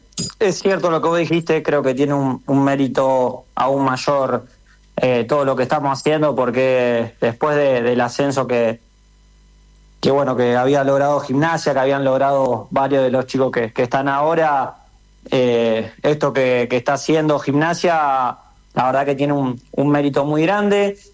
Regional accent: Rosario, Santa Fe, Argentina; soy de Rosario, mi familia y yo, bueno, somos muy muy de Central

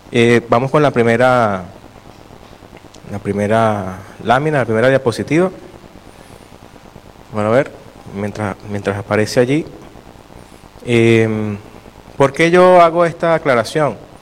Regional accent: Venezuela; moved away; yo soy venezolano, del país de donde yo vengo

